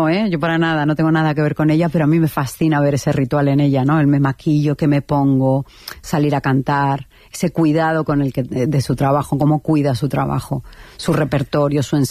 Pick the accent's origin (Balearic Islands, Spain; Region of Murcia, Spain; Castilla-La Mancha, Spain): Balearic Islands, Spain; soy de Mallorca y bueno, no sé dónde tal.